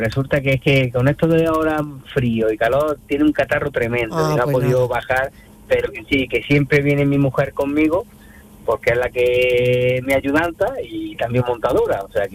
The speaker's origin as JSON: {"language": "Spanish", "town": "Granada", "region": "Andalusia", "country": "Spain", "said": "Somos de Granada."}